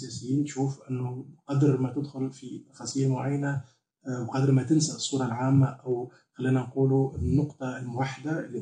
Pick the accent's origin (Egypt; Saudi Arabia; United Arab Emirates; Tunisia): Tunisia; Sousse, Sousse Governorate; أي أكيد، بوم … من سوسة، مولود في سوسة، دونك بيئتي بيئة تونسية عادية جدا